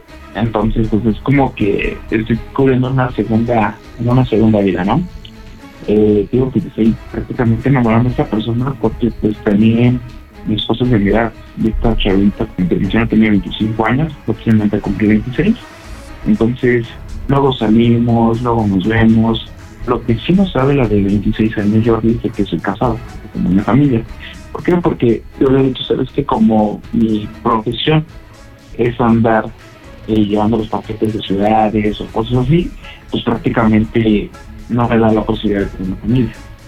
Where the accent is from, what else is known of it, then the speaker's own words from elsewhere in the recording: Coahuila, Mexico; Claro, tengo los 30 años y soy de aquí de Coahuila.